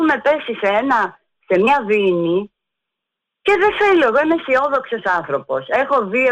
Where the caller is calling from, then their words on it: Greece; Και σαν Ελληνίδα